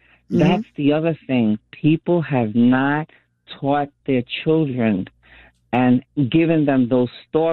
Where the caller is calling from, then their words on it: New York, United States; I'm a Bronx girl